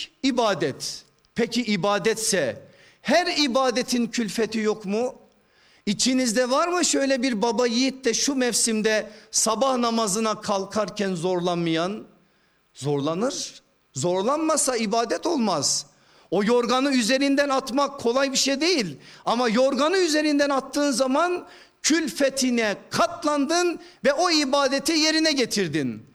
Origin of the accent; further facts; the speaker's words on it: Erzurum, Turkey; Ben Erzurumluyum, biraz önce de söyledi kardeşimiz.